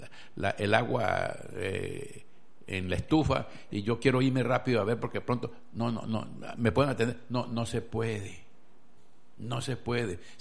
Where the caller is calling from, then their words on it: Buenaventura, Valle del Cauca, Colombia; yo no vivo aquí en Buga, yo vivo en Buenaventura